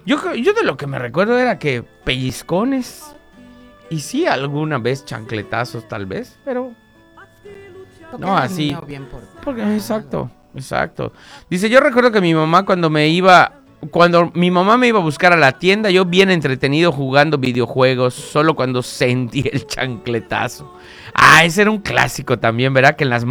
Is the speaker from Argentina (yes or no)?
no; Venezuela; Soy de Venezuela, fíjate.